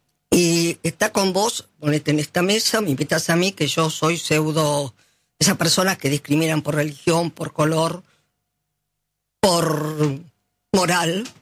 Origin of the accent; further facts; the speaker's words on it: Martínez, Buenos Aires Province, Argentina; yo soy de Martínez